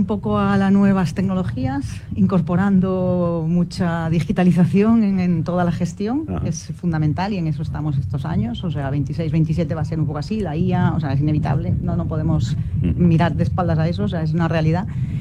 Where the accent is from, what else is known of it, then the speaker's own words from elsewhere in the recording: Galicia, Spain; now in Almería, Spain; yo soy gallega, entonces he incorporado cosas gallegas aquí.